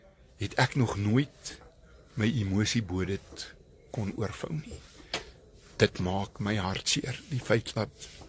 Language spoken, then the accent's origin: Afrikaans; Limpopo, South Africa; As 'n rou transvaler, ek is uit Limpopo stof gemaak.